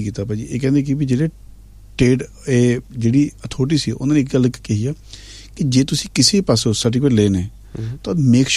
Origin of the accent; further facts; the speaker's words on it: Patiala, Punjab, India; moved away; ਮੈਂ ਖੁਦ ਪਟਿਆਲੇ ਤੋਂ ਹਾਂ ਮੈਂ ਪੰਜਾਬੀ ਐਮ ਐਫ ਹਾਂ